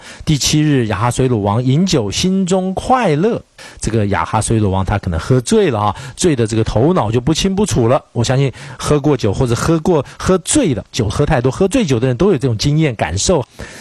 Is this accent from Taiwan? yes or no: no; China